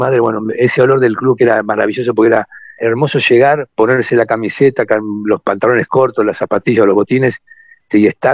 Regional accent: Cañuelas, Buenos Aires Province, Argentina; yo soy de Cañuelas

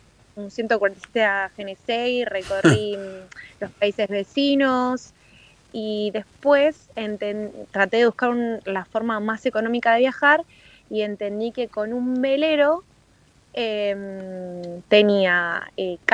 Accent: Verónica, Buenos Aires Province, Argentina; moved away as an adult; now in a boat, currently Metz, France; yo nací en Verónica, que es en el medio del campo, y miraba al cielo todas las noches.

